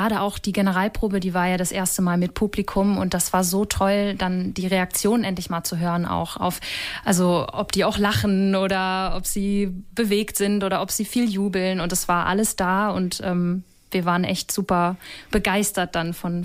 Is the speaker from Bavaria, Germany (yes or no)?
no; North Rhine-Westphalia, Germany; Und dann die Rolle spielen zu dürfen in Tecklenburg, in der Nähe von meiner Heimat, war einfach fabelh